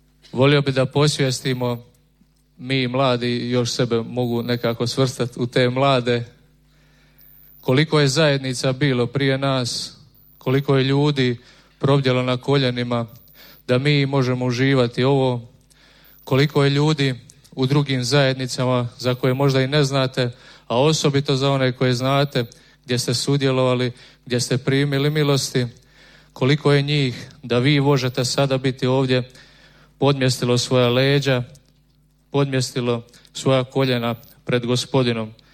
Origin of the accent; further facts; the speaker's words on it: Runović, Split-Dalmatia County, Croatia; now in Imotski, Croatia; dolazim iz Runovića, to je mala općina pored Imotskoga, trenutno živim i djelujemo kao zajednica na području baš grada Imotskoga.